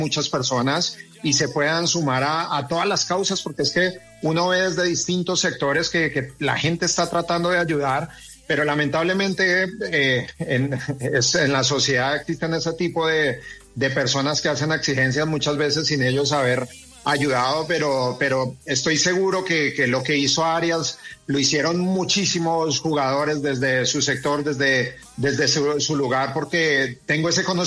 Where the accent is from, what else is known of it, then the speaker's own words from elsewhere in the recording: Bogotá, Colombia; now in Cali, Colombia; yo soy de Bogotá, pero amo Cali, me fui muy joven para allá